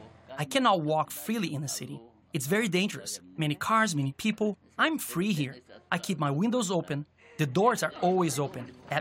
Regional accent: Rio de Janeiro, Brazil; moved away as an adult; I'm from Rio de Janeiro.

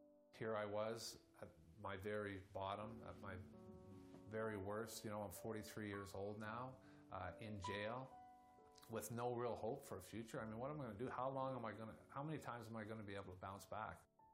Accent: Saint John, New Brunswick, Canada; I grew up in St. John, New Brunswick, into just a relatively normal, typical home.

